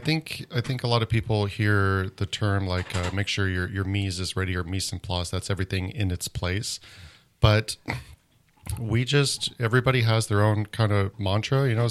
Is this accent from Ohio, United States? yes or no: no; Las Vegas, Nevada, United States; moved away as an adult; now in Redding, United States; So I come from Las Vegas, Nevada. Born and raised, but I've been here in Northern California for about 20 years now.